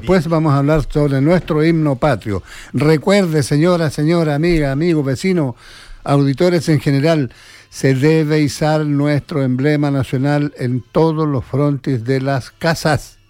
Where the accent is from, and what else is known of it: Chile